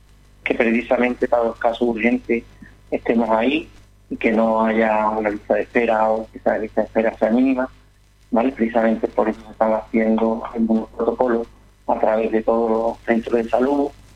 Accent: Seville, Andalusia, Spain

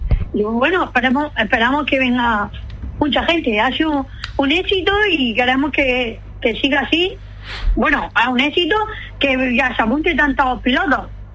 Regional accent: Andalusia, Spain; si es mi pueblo

